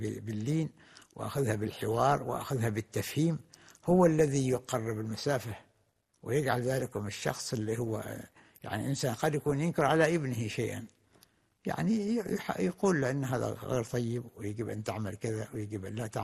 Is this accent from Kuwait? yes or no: no; Oman; مثلا عندنا في عمان تجد الواحد أين يذهب، يعني البلد كلها متكاتفة وكلها متعاونة وكلها متعارفة.